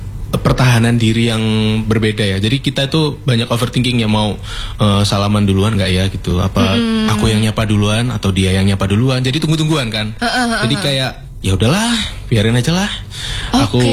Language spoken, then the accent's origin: Indonesian; Sidoarjo, East Java, Indonesia; also born or lived in Kediri; Sebenarnya dari Sidoarjo.